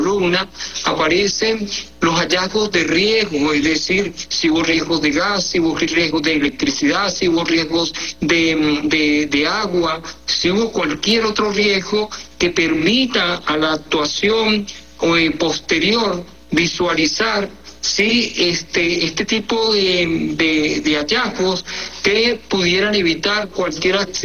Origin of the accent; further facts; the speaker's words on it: Venezuela; lo que nos corresponde como ciudadanos venezolanos